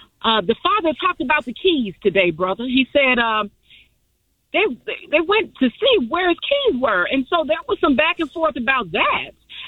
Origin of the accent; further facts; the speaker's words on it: Mississippi, United States; I am from the Mississippi Delta area, and we are up in the north end of the state.